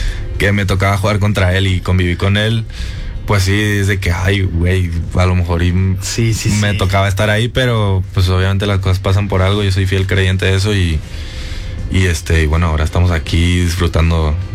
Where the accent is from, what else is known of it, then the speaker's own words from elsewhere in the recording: Madrid, Community of Madrid, Spain; moved away; also born or lived in United States; Yo crecí en Madrid con mi mamá y ella me ponía mucho, me acuerdo … me ponía mucho rock.